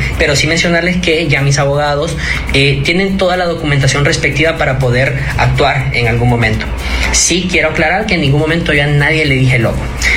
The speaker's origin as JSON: {"language": "Spanish", "country": "Honduras"}